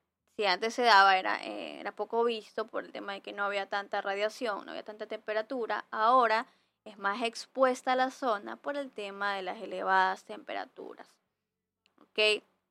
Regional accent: Ecuador; nosotros como ecuatorianos

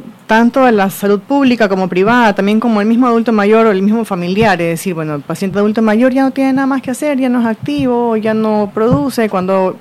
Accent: Guayaquil, Guayas, Ecuador; soy médica geriatra, guayaquileña, de padres manavitas

